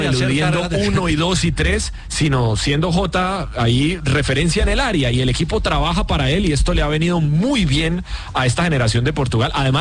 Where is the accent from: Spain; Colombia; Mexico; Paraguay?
Colombia; lo vemos nosotros que somos colombianos